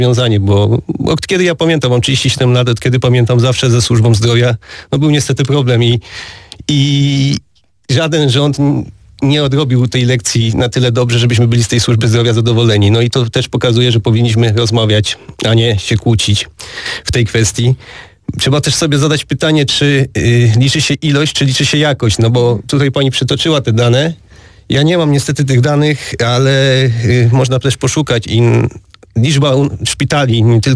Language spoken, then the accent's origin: Polish; Kluczbork, Opole Voivodeship, Poland; akurat jestem z Kluczborka